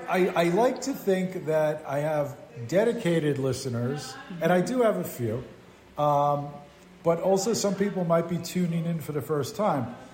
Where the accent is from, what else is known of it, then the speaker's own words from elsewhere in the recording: New York City, New York, United States; where I grew up in the Bronx was a very, very Irish area when I was growing up there.